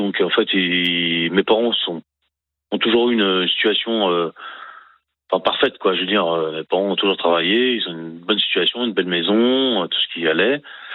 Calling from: Brittany, France; Je suis breton.

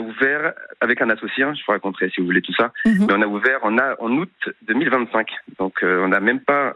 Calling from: Paris, Île-de-France, France; j'ai 32 ans, j'habite à Paris. Enfin, oui. J'habitais à Paris

